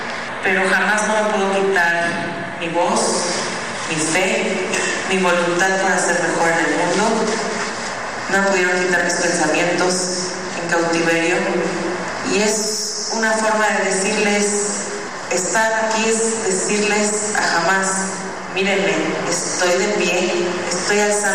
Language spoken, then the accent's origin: Spanish; Mexico; moved away; also born or lived in Cancún; soy mexicana